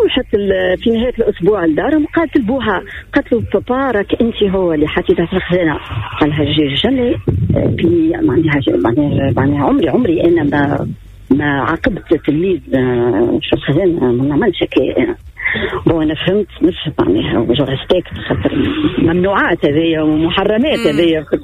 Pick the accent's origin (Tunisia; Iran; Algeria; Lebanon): Tunisia; La Goulette, Tunis Governorate; moved away as an adult; قلت لها انا حلق بادرة وني قريت في المكتبة الابتدائية حلق له تكون مدير.